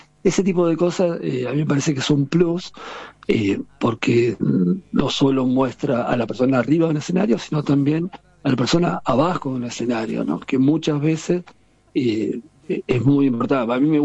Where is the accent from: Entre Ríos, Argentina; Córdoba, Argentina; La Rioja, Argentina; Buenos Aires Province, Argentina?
Buenos Aires Province, Argentina; La Plata; me identificó también como platense.